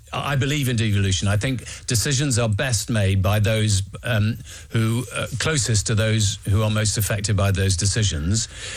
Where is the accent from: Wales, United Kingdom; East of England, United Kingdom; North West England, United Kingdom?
Wales, United Kingdom; I'm a Welsh MP. My constituency is in the South Wales Valleys, and you know, we have to do quite a lot of raising our own revenue in Wales